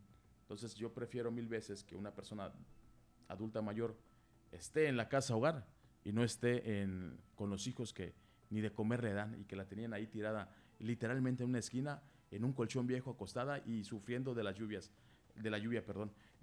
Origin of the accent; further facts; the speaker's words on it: Chetumal, Quintana Roo, Mexico; born there; yo soy de Quintana Roo, soy de Chetumal, Quintana Roo, aquí nací.